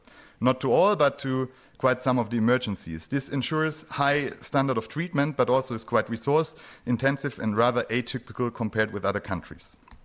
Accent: Reutlingen, Baden-Württemberg, Germany; This tunnel, upon which I grew up in Reutlingen, in the house of my parents, is not only built for cars.

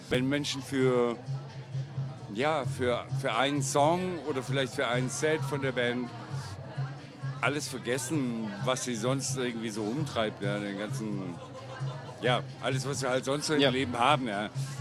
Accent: Stuttgart, Baden-Württemberg, Germany; also wir kommen aus Stuttgart, weil ich bin dort geboren. Da ist meine Heimat, mein Lebensmittelpunkt.

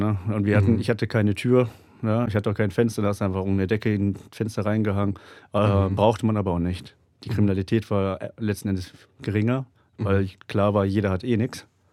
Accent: Sucre, Chuquisaca, Bolivia; German is a second language; Ich wusste, ich komme ungefähr aus Sucre, aber den Leuten vor Ort hat es dann irgendwann nicht mehr gereicht.

